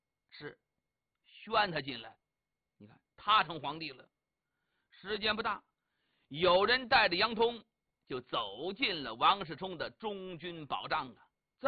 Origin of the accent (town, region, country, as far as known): China